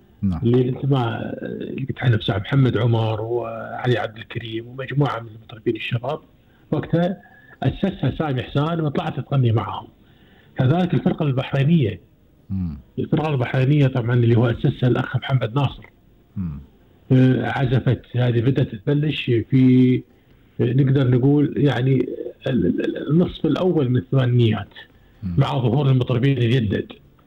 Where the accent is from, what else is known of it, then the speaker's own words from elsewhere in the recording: Kuwait; في أوائل السبعينيات هذه ظهرت عندنا في الكويت الحالية